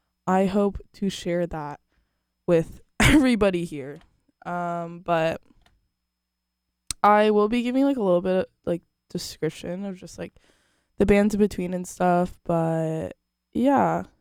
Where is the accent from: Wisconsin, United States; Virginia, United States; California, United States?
California, United States; Orange County; now in Davis, United States; I'm from Orange County